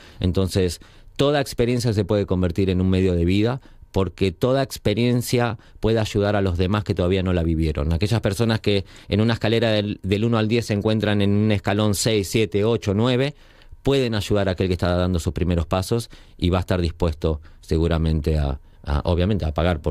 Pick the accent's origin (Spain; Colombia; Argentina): Argentina; Si bien en Argentina tenemos nuestra Patagonia hermosa, también maravillosa, nuestra Pampa